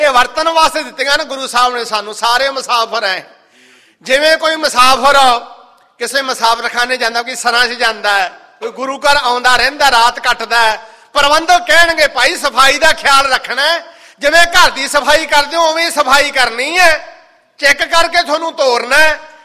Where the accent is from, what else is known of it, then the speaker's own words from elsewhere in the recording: Badhni Kalan, Punjab, India; ਮੇਰਾ ਪਿੰਡ ਬਧਨੀ ਕਲਾਂ ਜ਼ਿਲ੍ਹਾ ਮੋਗੇ 'ਚ ਹੈ